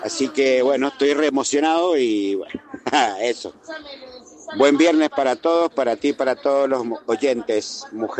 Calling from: Luján, Buenos Aires Province, Argentina; Frío por Luján.

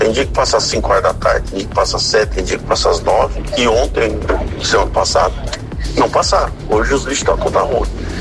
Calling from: São José dos Campos, São Paulo, Brazil; aqui do Vista Verde.

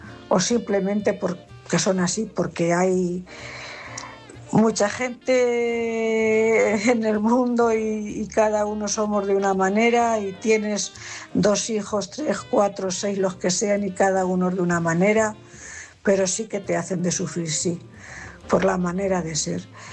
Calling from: Cuenca, Castilla-La Mancha, Spain; Buenas noches … corresponsal de Cuenca.

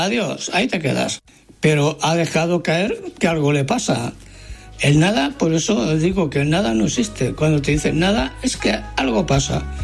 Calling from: Barcelona, Catalonia, Spain; Hola, farero … de Barcelona.

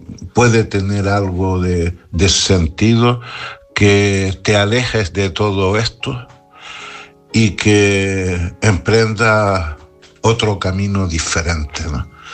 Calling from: Las Palmas de Gran Canaria, Canary Islands, Spain; Buenas noches, Luis, desde Las Palmas de Gran Canaria.

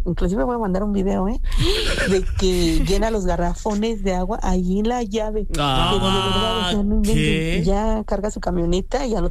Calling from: Mexico City, Mexico; Los escucho desde Tlalpan.

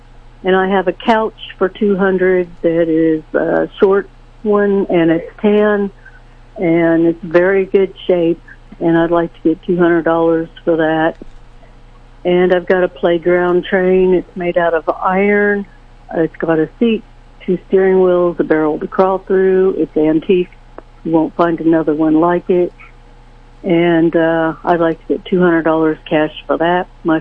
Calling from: Sedalia, Missouri, United States; Hi, I'm calling from Sedalia, Missouri.

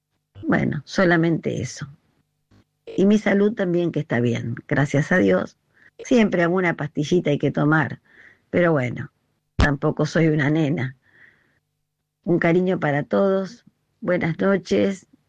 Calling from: Buenos Aires, Argentina; de Colegiales.

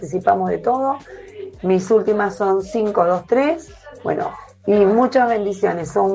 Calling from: Guaymallén, Mendoza, Argentina; de Guaymallén, de Panificación Apolo.

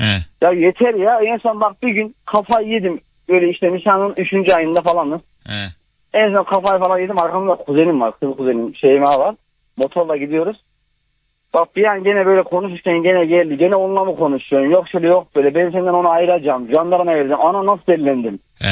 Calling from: Konya, Turkey; ben Konya'dan.

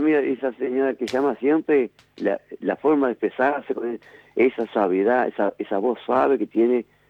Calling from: Rivadavia, Argentina; como soy de Rivadavia

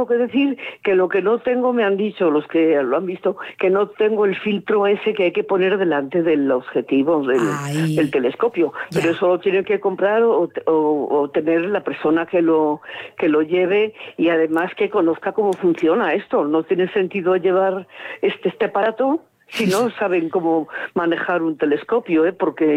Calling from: Benavente, Castile and León, Spain; vivo en Benavente.

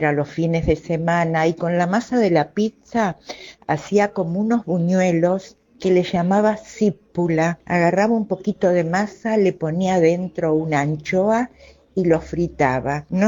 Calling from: Buenos Aires, Argentina; yo soy de Villa Urquiza

